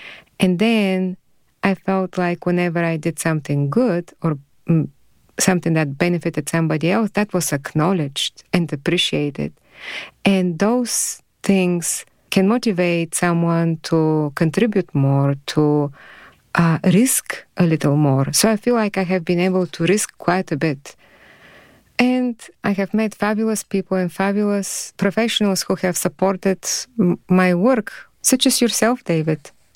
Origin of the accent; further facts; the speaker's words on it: Bulgaria; now in Kentucky, United States; I feel like I am from here. I feel like, but that doesn't mean that I'm not from Bulgaria. I feel I'm American, but that doesn't mean that I don't feel like I'm Bulgarian also.